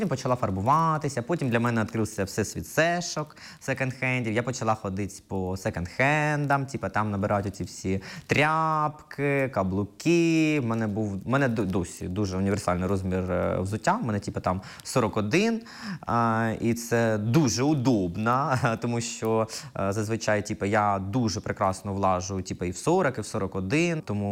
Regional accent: Kropyvnytskyi, Kirovohrad Oblast, Ukraine; Ні, я з Кропивницького.

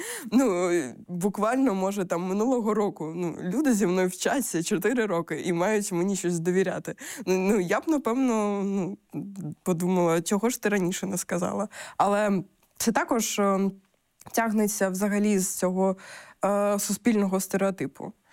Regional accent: Simferopol, Crimea, Ukraine; і я з Сімферополя.

